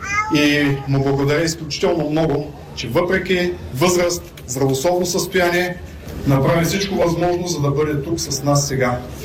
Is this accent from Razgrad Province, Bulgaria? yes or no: yes; Razgrad, Razgrad Province, Bulgaria; also born or lived in Russia; now in Varna, Bulgaria; Да, аз съм българин, хора. Нали? Роден съм в Разград, защото в Кубрате нямало родилно отделение 67-ма година. След това съм живял в Русия до 86-та.